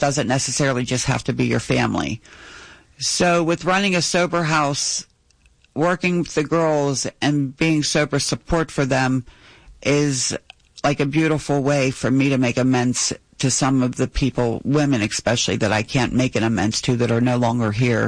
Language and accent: English; McKees Rocks, Pennsylvania, United States; Even my neighborhood, I'm from McKees Rocks.